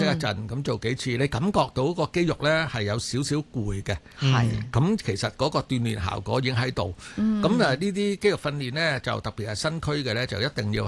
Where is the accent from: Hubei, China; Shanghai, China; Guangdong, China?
Guangdong, China; 我们广东话叫做大震